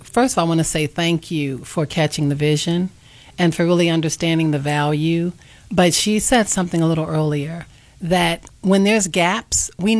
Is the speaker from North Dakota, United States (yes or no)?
no; Chicago, Illinois, United States; born or raised there